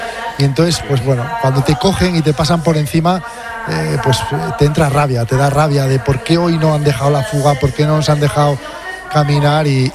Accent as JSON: {"language": "Spanish", "region": "Castile and León", "country": "Spain", "said": "se acababan allí en Villablino, cerca de mi tierra, que también pasó aquel puerto."}